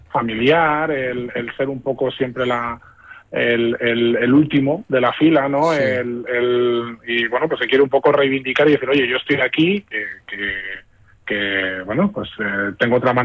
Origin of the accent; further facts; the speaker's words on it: Fuenlabrada, Community of Madrid, Spain; Ahora Fuenlabrada, pues bueno, ya es una ciudad muy cosmopolita, más de 200.000 habitantes, vivimos aquí, y yo también soy de Fuenla, soy fuenlabreño